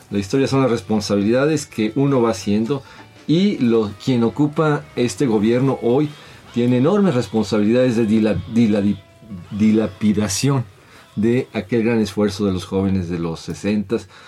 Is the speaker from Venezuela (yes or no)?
no; Mexico